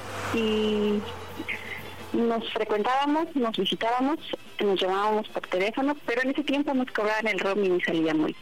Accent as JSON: {"language": "Spanish", "region": "Oaxaca", "country": "Mexico", "said": "Tengo 38 y soy de Oaxaca."}